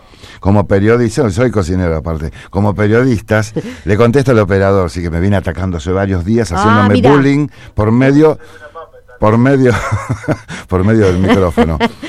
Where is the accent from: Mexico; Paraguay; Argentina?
Argentina